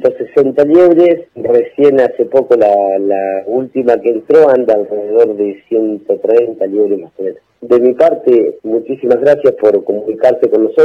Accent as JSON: {"language": "Spanish", "town": "Gobernador Costa", "region": "Chubut", "country": "Argentina", "said": "de Gobernador Costa. Yo estoy encargado del acopio de liebre acá en la zona, lo que es Gobernador Costa, San Martín, Río Pico."}